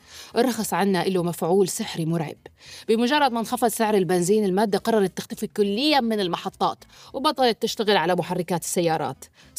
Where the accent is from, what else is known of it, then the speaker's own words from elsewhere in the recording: Syria; نحن كسوريين